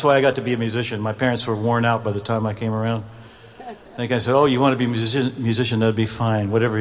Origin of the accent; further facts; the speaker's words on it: Wheeling, West Virginia, United States; I grew up in Lenox, if any of you are from Wheeling, you know where that is. Went to St. Michael's School and Church.